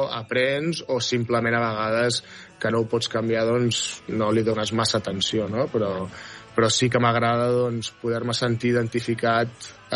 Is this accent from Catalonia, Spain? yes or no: yes; Badalona, Catalonia, Spain; Perquè porto aquí ara 18 anys, els meus fills han nascut aquí, soc de Badalona i català